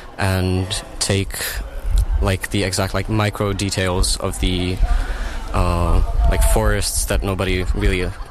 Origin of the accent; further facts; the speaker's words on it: Mykolaiv, Mykolaiv Oblast, Ukraine; moved away; with my hometown a bit more, so I took my art to Mykolaiv.